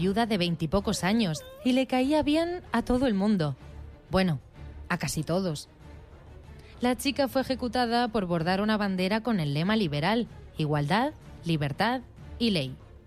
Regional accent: Granada, Andalusia, Spain

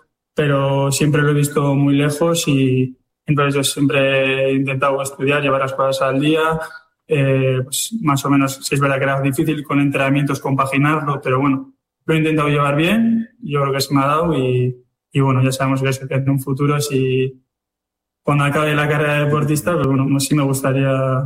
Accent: Basque Country, Spain; al final somos vascos y al final yo creo que eso hace mucho

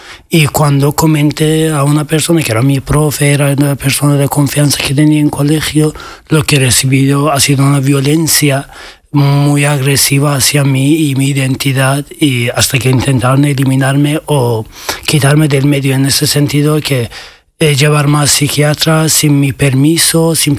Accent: Iran; A ver, ser homosexual en mi país está, no es algo que se habla ni en la educación, ni en el sistema, ni políticamente, sino está reconocido como algo malo en la sociedad

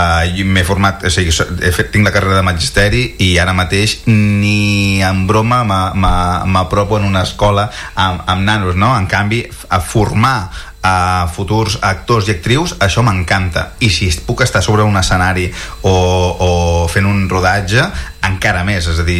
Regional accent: L'Escala, Catalonia, Spain; now in Sant Julià de Ramis, Spain; Jo sóc de l'Escala, sóc de poble, ja a l'estiu quan ve molta gent m'estressa molt. Ara fa molts anys que estic visquent a Sant Julià de Ramis, que és un poble molt tranquil, molt tranquil, encara que estigui al costat de Girona.

